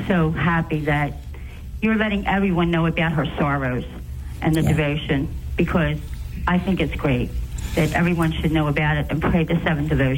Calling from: Philadelphia, Pennsylvania, United States; I'm from Philadelphia.

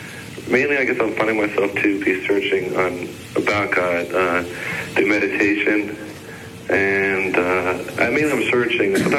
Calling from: Montclair, New Jersey, United States; I'm calling from Montclair, New Jersey.

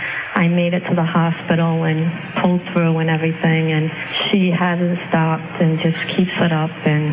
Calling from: Cranston, Rhode Island, United States; I'm from Cranston, Rhode Island.

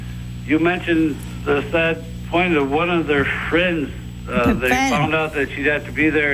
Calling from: Bay City, Michigan, United States; I'm calling from Bay City, Michigan.

